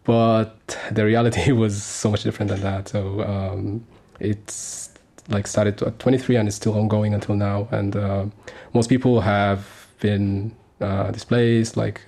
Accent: Sudan; moved away as an adult; now in Germany; am 32 years old, and I'm from Sudan. I've been born and I grew up in Sudan, and I came to Germany, so around like 5 years ago.

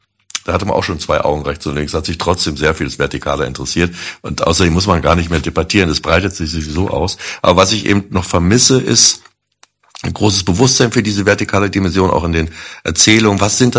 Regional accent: Berlin, Germany

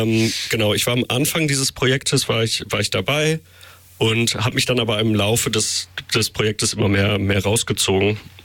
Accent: Dinslaken, North Rhine-Westphalia, Germany; Und das Ganze fand in der Kostbar in meiner Heimatstadt Dienstlaken so 2016, 17 statt.

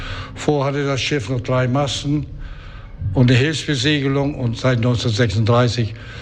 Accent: Hamburg, Germany; Ich stamme aus Finkwerder, bin 20 Jahre hier schon Maschinist auf diesem schönen Feuerschiff.

